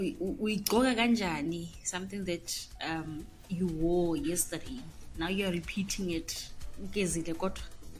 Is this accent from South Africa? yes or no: yes; Eldorado Park, Gauteng, South Africa; Hi, DC crew. … from Eldoran Park.